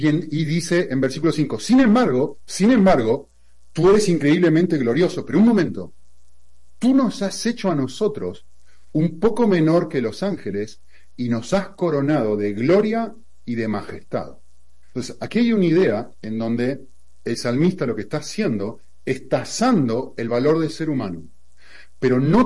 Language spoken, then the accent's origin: Spanish; Argentina; born there; Yo nací en un contexto de una determinada, en un contexto social determinado en Argentina.